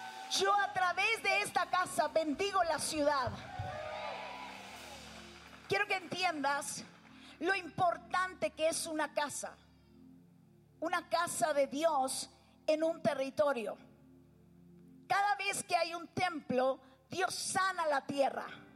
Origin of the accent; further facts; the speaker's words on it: Guatemala City, Guatemala Department, Guatemala; Vengo de la ciudad de Guatemala y pastoreamos una iglesia en la ciudad llamada Tiempos de Gloria.